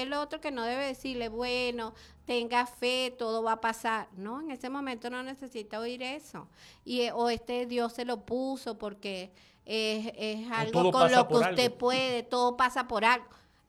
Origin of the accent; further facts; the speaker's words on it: Venezuela; como somos los venezolanos